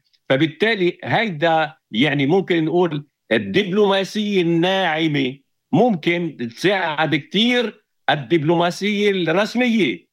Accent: Russia; أنا روسي بس أصلي لبناني

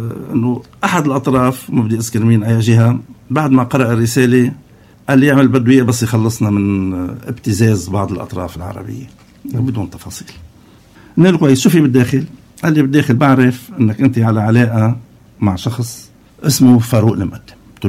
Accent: Kfarchakhna, North Governorate, Lebanon; رحت على ضيعتي كفرشخنا بالشمال

